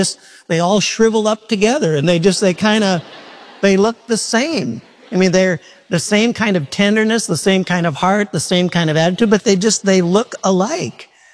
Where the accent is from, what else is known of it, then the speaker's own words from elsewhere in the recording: Midwest, United States; And I'm from the Midwest.